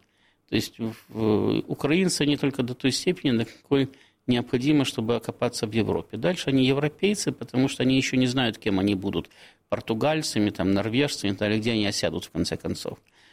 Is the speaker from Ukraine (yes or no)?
yes; Ukraine; Здесь родился, да, здесь живу, это моя территория, ее назвали Украина, значит, я украинец, я ее защищаю.